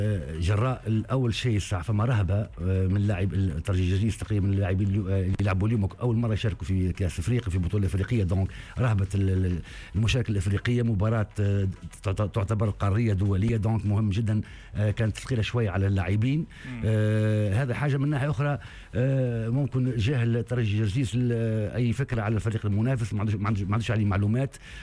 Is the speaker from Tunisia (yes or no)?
yes; Tunisia; احنا كتونسي